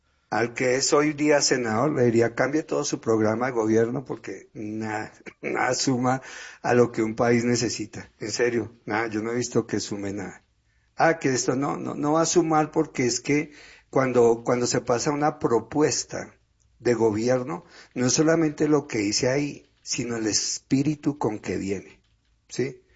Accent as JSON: {"language": "Spanish", "country": "Colombia"}